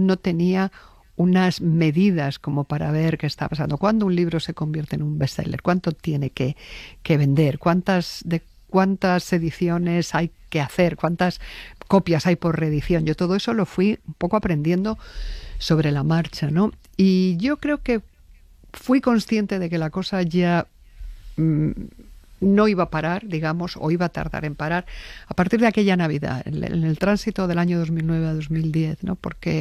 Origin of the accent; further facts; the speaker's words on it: Spain; Nosotros, que somos los españoles muy malos aprendices de inglés y que con mucha facilidad, y de hablantes de lenguas extranjeras en general, y con mucha facilidad tomamos términos extranjeros